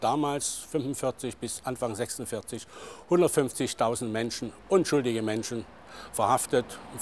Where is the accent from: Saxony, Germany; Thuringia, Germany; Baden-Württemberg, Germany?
Thuringia, Germany; Saalfeld; ich komme aus Saalfeld in Thüringen